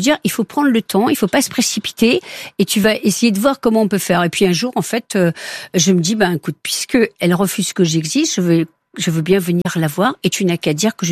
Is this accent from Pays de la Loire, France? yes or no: yes; Pays de la Loire, France; moi, je suis originaire d'Anjou.